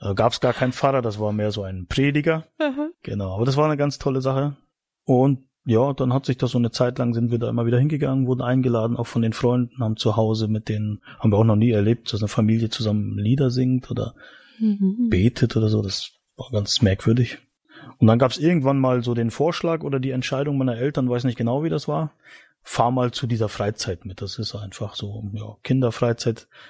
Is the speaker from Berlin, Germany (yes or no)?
no; Mecklenburg-Vorpommern, Germany; moved away as an adult; now in Austria; Ich komme ursprünglich aus Mecklenburg-Vorpommern, also bin ein Ostdeutscher, weil ich noch vor der Wende geboren bin, zu den DDR-Zeiten. Genau, und bin aber jetzt schon seit 20 Jahren in Österreich als Missionar unterwegs.